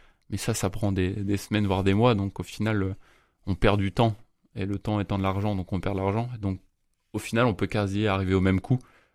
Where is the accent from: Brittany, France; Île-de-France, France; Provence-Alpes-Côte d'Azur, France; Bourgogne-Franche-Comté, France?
Brittany, France; Entre les Côtes d'Armor et l'Ille-et-Vilaine, c'est-à-dire que j'ai grandi dans les Côtes d'Armor et maintenant j'ai fait mes études en Ille-et-Vilaine, enfin à Rennes.